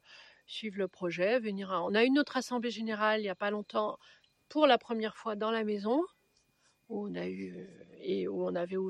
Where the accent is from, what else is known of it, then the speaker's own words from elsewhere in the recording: Auvergne-Rhône-Alpes, France; de …, moi. ….